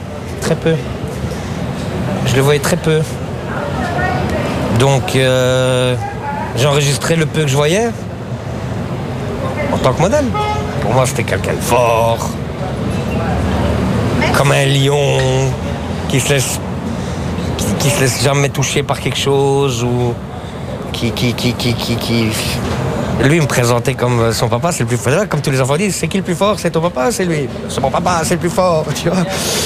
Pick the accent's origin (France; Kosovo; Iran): Kosovo; Comme chez nous, en Kosovo